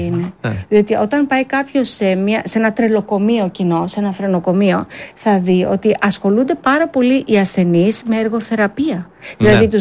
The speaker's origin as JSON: {"language": "Greek", "country": "Greece"}